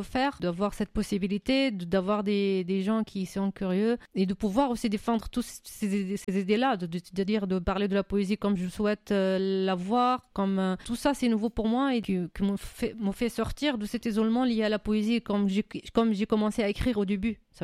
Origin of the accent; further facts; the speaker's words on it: Syria; now in France; comme poétesse syrienne